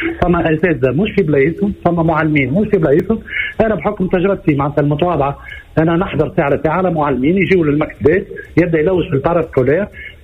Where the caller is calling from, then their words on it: Tunisia; أنا من تونس.